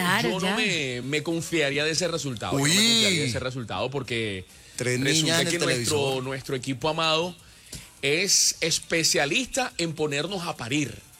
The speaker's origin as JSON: {"language": "Spanish", "country": "Colombia", "said": "hay una sola cosa que nos une a nosotros como colombianos"}